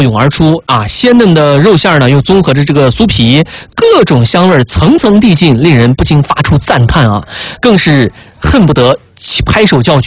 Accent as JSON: {"language": "Chinese", "region": "Sichuan", "country": "China", "said": "作为咱们四川人的这个好这一口的人来说啊"}